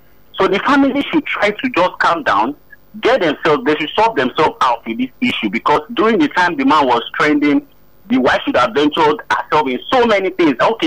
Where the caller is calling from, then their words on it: Nigeria; I'm calling from Shagari Estate, Baga.